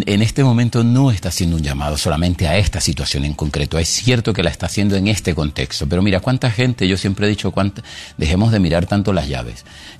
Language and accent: Spanish; Venezuela; Yo digo, no, soy de Venezuela. Vivo aquí en este momento